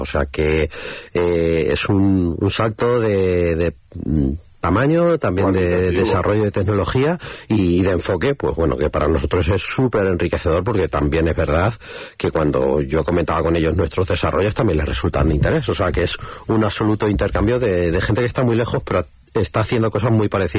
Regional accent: Puertollano, Castilla-La Mancha, Spain; que eras de España, te felicitaban por haber ganado el Mundial de Fútbol y a continuación te decían de dónde eres y cuando decías de Puerto Llano decían, ah, es que hay mucho hidrógeno.

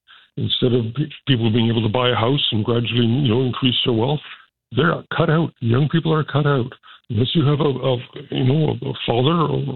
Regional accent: Victoria, British Columbia, Canada; Born and raised in Victoria, like my father and grandfather.

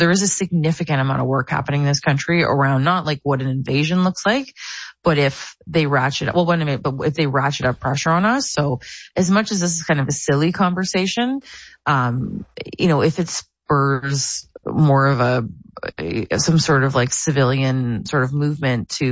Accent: Amherstburg, Ontario, Canada; moved away as an adult; I still feel like I'm a girl from Southern Ontario, like an Amherstburg girl. I haven't lived there since I was 18, but I visit there. But it's an important part of who I am.

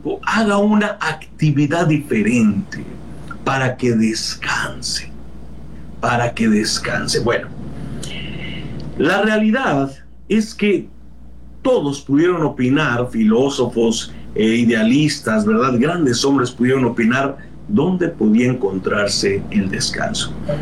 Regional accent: Mexico; tal vez los que somos mexicanos, ¿verdad? Tal vez a Cancún, tal vez a Puerto Vallarta, Acapulco sería una buena opción

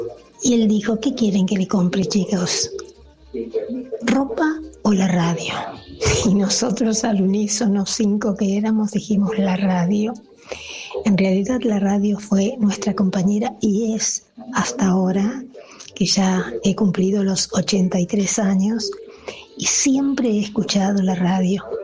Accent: Rojas, Buenos Aires Province, Argentina; born there; now in San Martín, Argentina; de San Martín. En realidad vivo en San Martín, pero recién escuché a una coterránea, una persona que llamó de mi querida ciudad de Rojas. Yo nací allí.

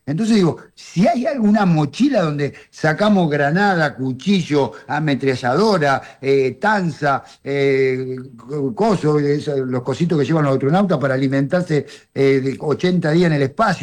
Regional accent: Argentina; Sí nos podemos parar y podemos decir que somos argentinos y que somos agrandados y que hablamos por derecho propio y que no agrandamos nada.

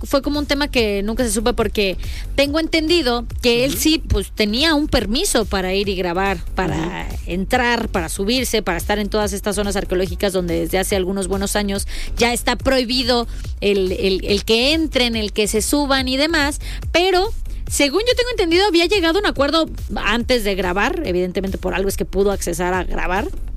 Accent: Mexico; Pero a nosotros como mexicanos no se nos permite.

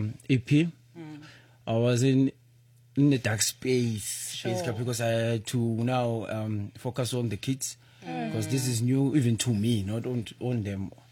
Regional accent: Vosloorus, Gauteng, South Africa; In Vosloorus.

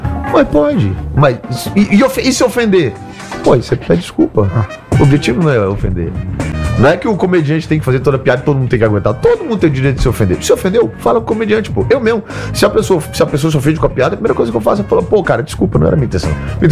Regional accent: Brazil; Eu sou humorista brasileiro.

